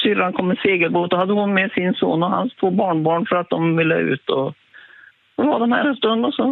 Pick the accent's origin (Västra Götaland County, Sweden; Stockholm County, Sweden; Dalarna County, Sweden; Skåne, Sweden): Västra Götaland County, Sweden; now in Strömstad, Sweden; sen är jag född och uppväxt här ute. Jag bor i Strömstad emellan